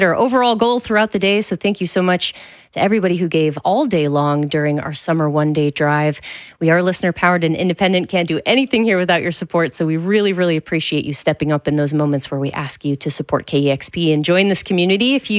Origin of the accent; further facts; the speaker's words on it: Illinois, United States; moved away as an adult; now in Seattle, United States; I'm originally from Illinois, and my parents and I came out here in July of 96 for my sister's wedding reception